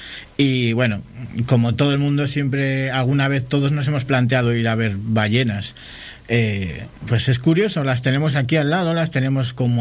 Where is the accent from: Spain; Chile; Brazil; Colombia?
Spain; Liendo, Cantabria; Ves el monte de Candina de Liendo, ves el... Y dices, jolín, estoy viendo mi pueblo